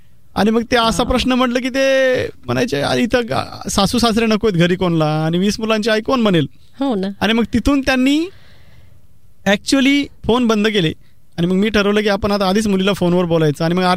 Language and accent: Marathi; Maharashtra, India; महाराष्ट्रामध्ये परभणी जिल्ह्यामध्ये माझं छोटं गाव आहे. आणि गावामध्ये माझं सगळं शिक्षण झालं.